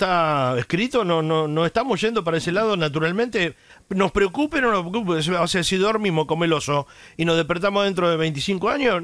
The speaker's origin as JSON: {"language": "Spanish", "town": "Pinamar", "region": "Buenos Aires Province", "country": "Argentina", "said": "entre todos los pinamarenses"}